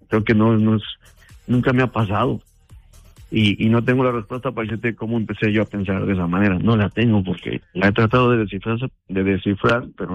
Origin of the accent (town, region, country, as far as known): Mexico